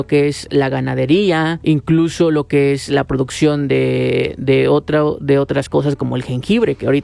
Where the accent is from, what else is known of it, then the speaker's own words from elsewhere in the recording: Huehuetla, Hidalgo, Mexico; Huehuetla Hidalgo, que es el lugar de donde vengo. Es un lugar muy hermoso